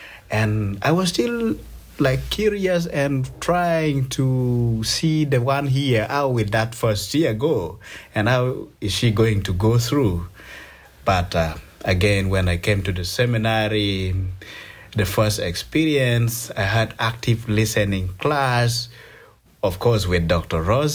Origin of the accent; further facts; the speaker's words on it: Uganda; moved away as an adult; now in United States; I'm from Uganda, Africa, in East Africa.